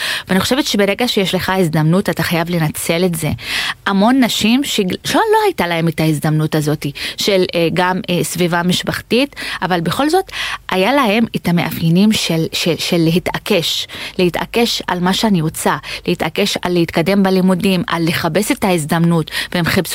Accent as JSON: {"language": "Hebrew", "town": "Baqa al-Gharbiyye", "region": "Haifa District", "country": "Israel", "tie": "born there", "said": "נולדתי בבקה אל גרבייה"}